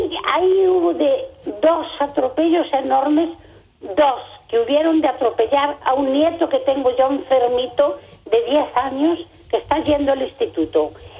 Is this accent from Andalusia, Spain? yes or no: no; Barbadás, Galicia, Spain; Mire, soy una señora de Barbadanes que tiene dos familias viviendo ahí en Barbadanes, en Valenzana precisamente